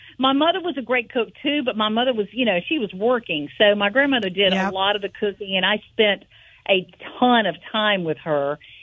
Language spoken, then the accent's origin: English; Alexander City, Alabama, United States; moved away as an adult; now in Atlanta, United States; I started working at a station when I was 14, little station where I grew up in Alexander City.